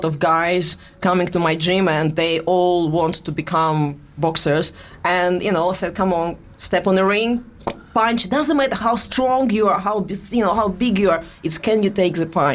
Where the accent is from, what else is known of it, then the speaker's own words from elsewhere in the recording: Russia; accent: Russian; English is a second language; I think it's my Russian accent because truly when I sing...